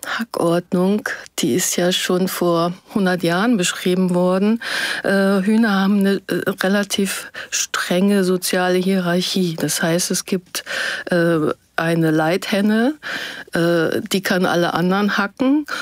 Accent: Lower Saxony, Germany; Ich bin auf dem Bauernhof groß geworden in Niedersachsen.

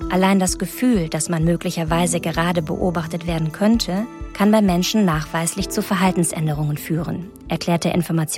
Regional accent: Cologne, North Rhine-Westphalia, Germany; Ich stehe am Kölner Hauptbahnhof. Als Kölnerin bin ich häufig hier.

